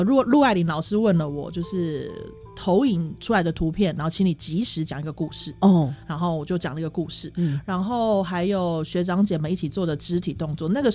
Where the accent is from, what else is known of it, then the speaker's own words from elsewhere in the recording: Taitung, Taitung County, Taiwan; 就是对对对，其实我是台东人，所以我其实是不小心